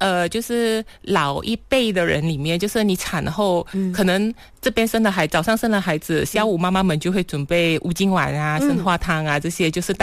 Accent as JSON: {"language": "Chinese", "country": "Malaysia", "said": "那我们马来西亚这边其实是比较偏向于南方的习俗，尤其是广东那一带的"}